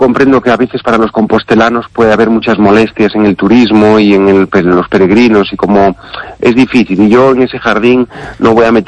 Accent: Galicia, Spain; he descubierto muchas cosas que, siendo gallego, aficionado a la historia, no descubría.

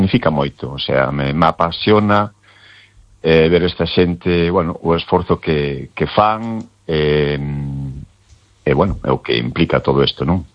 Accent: Vilagarcía de Arousa, Galicia, Spain; eu son daqui de Vila García, donde lógicamente máis tempo teño e donde máis me movo

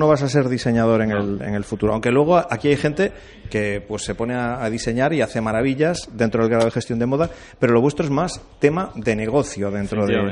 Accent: Ferrol, Galicia, Spain; los de Ferrol somos muy cuadriculados

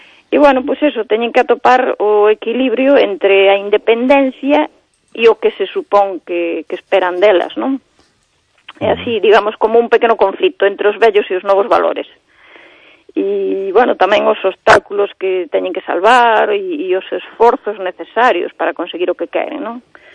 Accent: Santiago de Compostela, Galicia, Spain; Vale, pero somos de Santiago, non do Camiño.

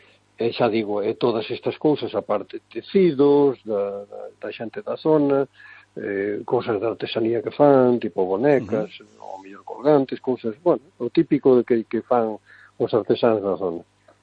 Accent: Galicia, Spain

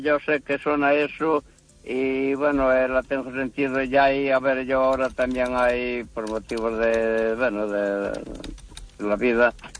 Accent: A Coruña, Galicia, Spain; ahora en este momento estoy aquí llegando a Tabeallo, pero yo soy de Coruña.

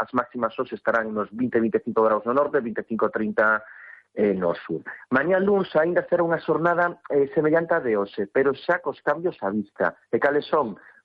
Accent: Galicia, Spain; pero non debería de sorprendernos como galegos.

